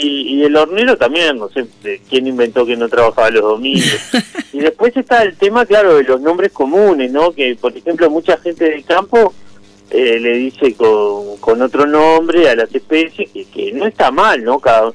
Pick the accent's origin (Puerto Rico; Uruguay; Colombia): Uruguay; Montevideo